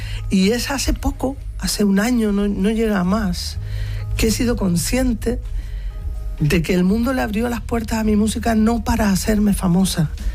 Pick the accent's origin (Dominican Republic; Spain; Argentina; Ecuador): Spain; Canary Islands; En mi tierra, hasta hace poco, y yo creo que en la tierra nuestra en general, no solamente en Lanzarote o en Canarias, sino en España